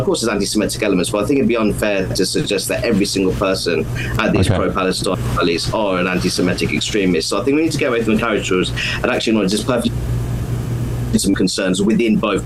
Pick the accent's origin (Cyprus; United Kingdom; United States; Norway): United Kingdom; I say that as a British Muslim social conservative